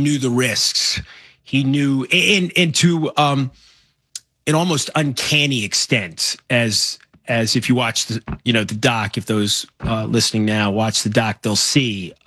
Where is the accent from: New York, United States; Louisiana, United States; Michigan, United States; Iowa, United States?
New York, United States; And I'm just one of millions of people who kind of experienced it, not in a truly personal way, but as a New Yorker, as an American.